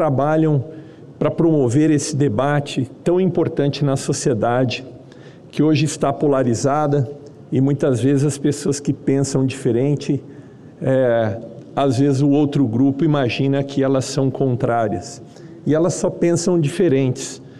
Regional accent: São Paulo, Brazil; eu também sou um trabalhador que vem da periferia de São Paulo, embora possa não parecer. Então, eu cresci no Jardim Cabuçu, que é um bairro periférico. Eu usava o ônibus 1765, Jardim Cabuçu, Santana, estação do metrô.

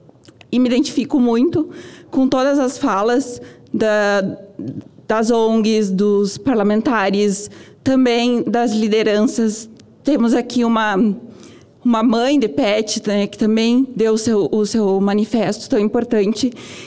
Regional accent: Júlio de Castilhos, Rio Grande do Sul, Brazil; sou de Júlio de Castilhos, interior do Rio Grande do Sul

